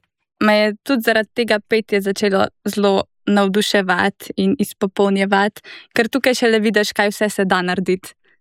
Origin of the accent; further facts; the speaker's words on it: Begunje pri Cerknici, Littoral–Inner Carniola, Slovenia; prihajam iz Begum pri Cerkanci